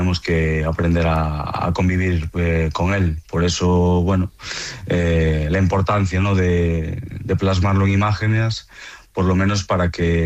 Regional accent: Galicia, Spain

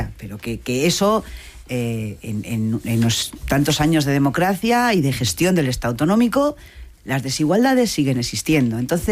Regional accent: Castile and León, Spain; Yo soy de Castilla y León, que es una comunidad que tampoco es rica

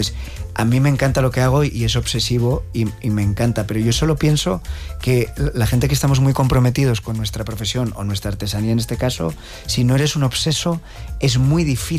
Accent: Spain; Porque somos españoles.

